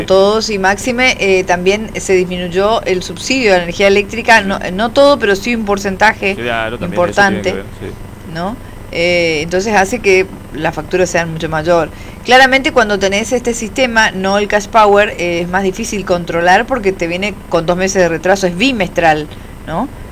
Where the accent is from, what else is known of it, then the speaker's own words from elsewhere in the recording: Argentina; nos acordaremos que somos todos argentinos